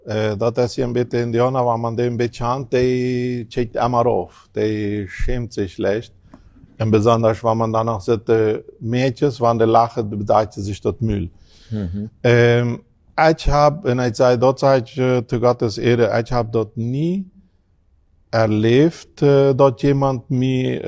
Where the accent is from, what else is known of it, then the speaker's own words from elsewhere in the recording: Filadelfia, Boquerón, Paraguay; also born or lived in Pilcomayo; now in Asunción, Paraguay; da ist dann endlich meine Kindheit und Jugend dann in Philadelphia, Fernheim rundum passiert